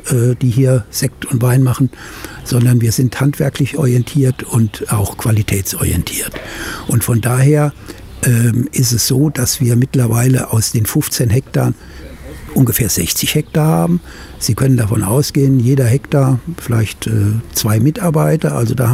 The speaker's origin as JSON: {"language": "German", "town": "Bacharach", "region": "Rhineland-Palatinate", "country": "Germany", "tie": "born or raised there", "said": "Ja, also wenn Sie das hören an meinem Dialekt, ich bin nicht geboren hier in der Region. Ich komme gebürtig aus Bacharach am Rhein. Mein Vater hatte ein Weingut und ich bin praktisch bis zum Abitur mit in den Weinberg gegangen"}